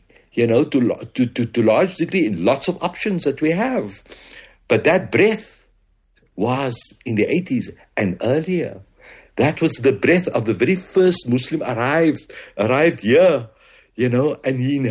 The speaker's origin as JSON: {"language": "English", "town": "Cape Town", "region": "Western Cape", "country": "South Africa", "tie": "born there", "moved": "yes", "lives_now": "Johannesburg, South Africa", "said": "I was born in District 6"}